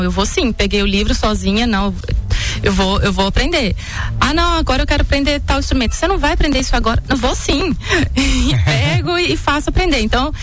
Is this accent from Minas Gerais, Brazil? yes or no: yes; Ipatinga, Minas Gerais, Brazil; born there; Eu sou nascida em Patinga, mas eu fui pra Juiz de Fora estudar lá com 17 anos